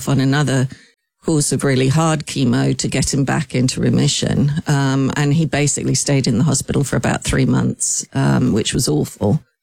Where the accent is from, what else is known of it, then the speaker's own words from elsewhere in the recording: Ireland; he was supposed to finish on St. Patrick's Day, which I thought was a good omen, being Irish.